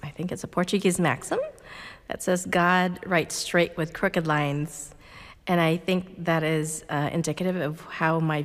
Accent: Philippines; So I thought, okay, well, I grew up in the Philippines, so a lot of poverty and disease.

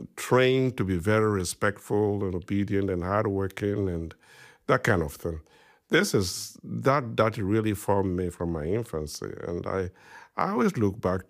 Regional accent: Ashanti, Ghana; my early childhood life was a typical Ghanaian Ashanti boy living in a village. I was born in Kumeu, as you rightly said, in the Ashanti region. And it's about 36 miles away from Kumasi, the capital city of the Ashanti region

